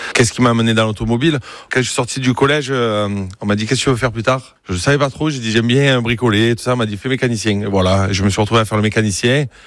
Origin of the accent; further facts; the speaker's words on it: Marseille, Provence-Alpes-Côte d'Azur, France; Voilà, c'est ça, un vrai Marseillais. Travaillé ici donc depuis que j'ai 16 ans.